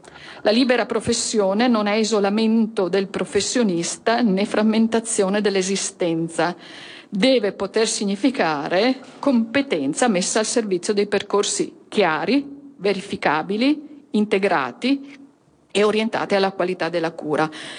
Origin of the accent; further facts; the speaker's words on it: Veneto, Italy; accent: Venetian; Vengo dal Veneto, lo dice il mio accento